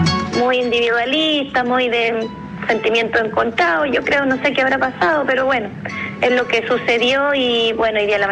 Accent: Chile; el corazón se le inflama como chileno también, claro.

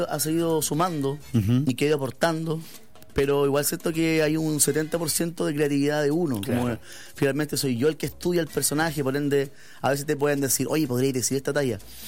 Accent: Lota, Biobío, Chile; now in Santiago, Chile; Partimos en Lota, mi mamá vive en Coronel y yo vivo en Santiago, pero vengo siempre para acá.

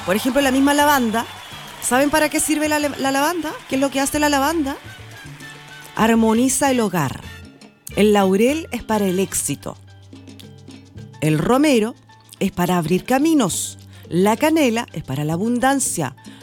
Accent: Carampangue, Biobío, Chile; Mira, soy de Carampangue y por acá llueve.

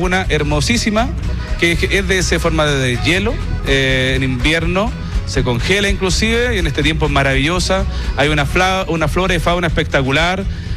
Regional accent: San Esteban, Valparaíso, Chile; Nosotros somos de Campo de Humá, sector bajo de la comuna de San Esteban, de ahí en mi familia, gente de trabajo, de la tierra, ¿no?

